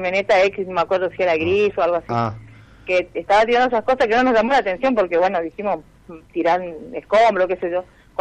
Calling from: Argentina; Vivo en Ruta 11, kilómetro 998.

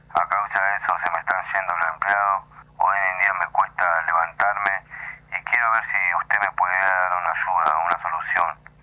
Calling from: San Miguel, Buenos Aires Province, Argentina; Soy de San Miguel.

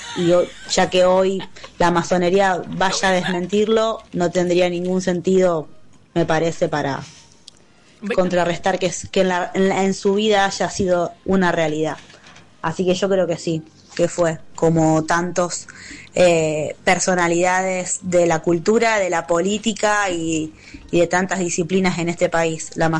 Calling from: Rosario, Santa Fe, Argentina; de Rosario y quería saber sobre el amor.

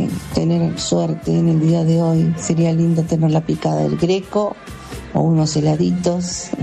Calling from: Buenos Aires, Argentina; de Monte Castro

